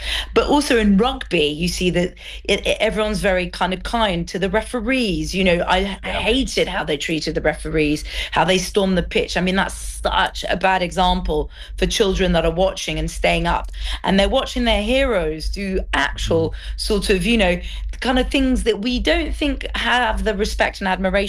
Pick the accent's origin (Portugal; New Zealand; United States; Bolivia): Portugal; English is a second language; I'm originally from Portugal, and I remember being in Portugal